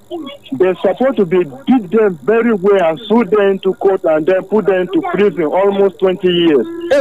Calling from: Ikpayongo, Benue, Nigeria; I am from Ikpayongo

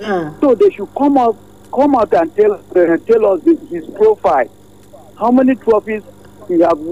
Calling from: Accra, Greater Accra, Ghana; I'm calling from Accra.

